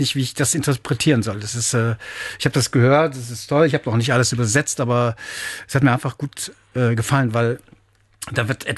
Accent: Düsseldorf, North Rhine-Westphalia, Germany; Ich komme ja aus Düsseldorf.

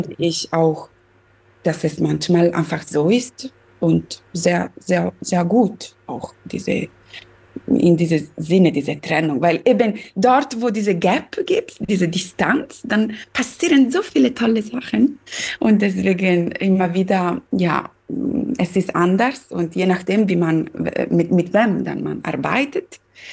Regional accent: Southern Italy, Italy; German is a second language; now in Germany

